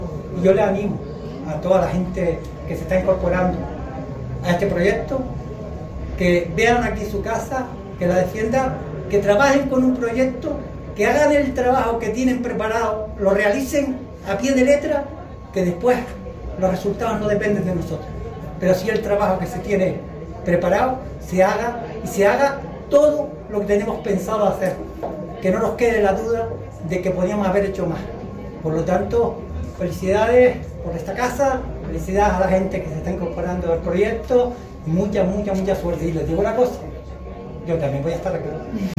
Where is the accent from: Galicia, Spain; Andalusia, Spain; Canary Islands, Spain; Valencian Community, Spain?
Canary Islands, Spain; tenemos que ser fuertes primero aquí en Canarias y después en Madrid.